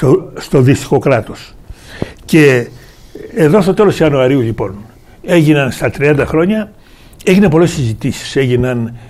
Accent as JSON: {"language": "Greek", "region": "Peloponnese", "country": "Greece", "tie": "born or raised there", "said": "Ναι, στην πατρίδα μου έχουμε μία λίμνη, Τάκα. Εκεί επιδιδόμουν εγώ στα ναυτικά."}